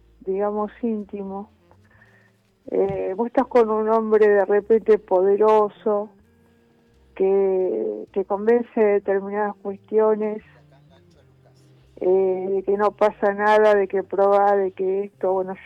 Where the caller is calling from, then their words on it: Quilmes, Buenos Aires Province, Argentina; De Quilmes